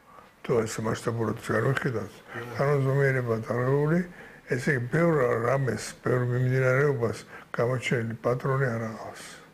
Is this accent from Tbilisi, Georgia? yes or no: yes; Tbilisi, Georgia; რომ თბილისში ვარ დაბადებული. იმ სალს არ ყარკ უბანში რასაც ვერ აქვია